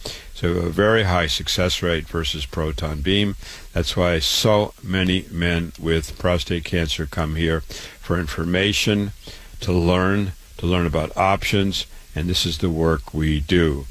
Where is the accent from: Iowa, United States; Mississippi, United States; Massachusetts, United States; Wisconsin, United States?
Iowa, United States; Waterloo; just to introduce myself for a moment, I was born and raised in Waterloo, Iowa. I went to public schools